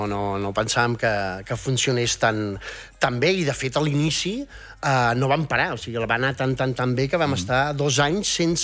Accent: Catalonia, Spain; feia de corresponsal a la meva zona, al Baix Montseny.

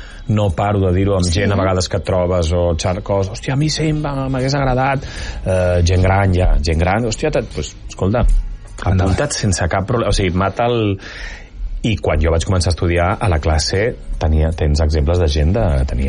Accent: Altafulla, Catalonia, Spain; jo soc d'Altafulla.

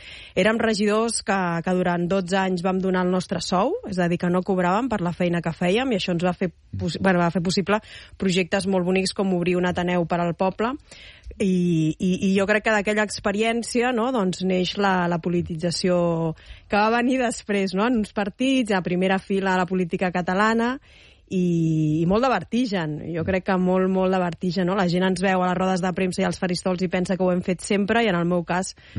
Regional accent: Catalonia, Spain; also born or lived in Guangzhou, China

